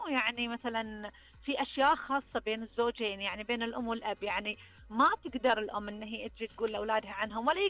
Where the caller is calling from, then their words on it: Eastern Province, Saudi Arabia; احنا نقال عندنا هنا في الشرقيه